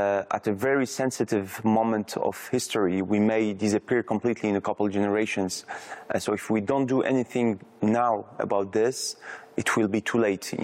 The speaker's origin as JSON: {"language": "English", "country": "France", "tie": "born or raised there", "said": "France was always a bit frustrating because I was missing here. There was something missing in my life, which was my Iraqi side. After growing up in France."}